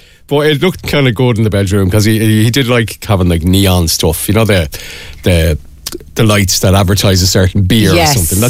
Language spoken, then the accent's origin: English; Ballybrack, Leinster, Ireland; also born or lived in Shankill; I grew up in Ballybrack